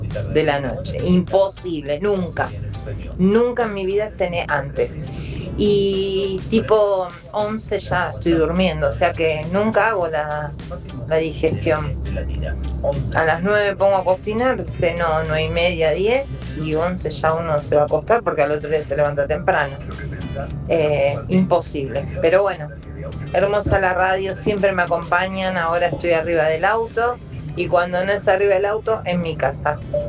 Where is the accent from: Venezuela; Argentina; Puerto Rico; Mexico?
Argentina; San Justo; Hola Latina … de San Justo